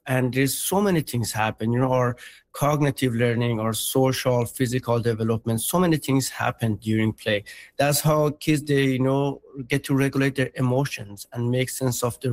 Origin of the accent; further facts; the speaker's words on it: Iran; I was born in Iran during the war, and growing up there, I spent a lot of times in bunkers and, you know, in hiding away.